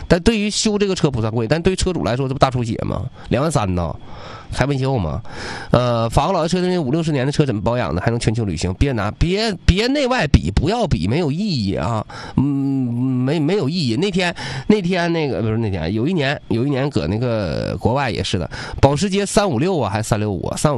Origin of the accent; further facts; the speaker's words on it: China; 我都作为中国人我很骄傲。